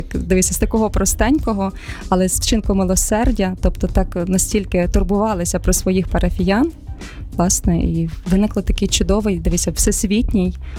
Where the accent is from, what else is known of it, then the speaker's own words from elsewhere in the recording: Mykolaiv Oblast, Ukraine; born there; Народилася в Миколаївській області.